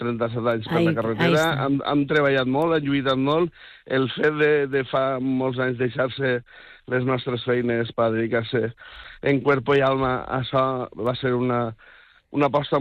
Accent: Vila-real, Valencian Community, Spain; born or raised there

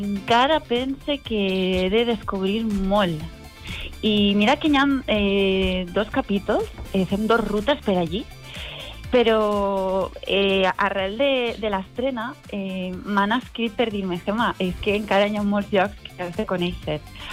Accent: Alcoy, Valencian Community, Spain; perquè jo dic, jo soc alcoiana, quan havíem de fer rutes per tota la part d'Alacant, me n'anava a casa els meus pares

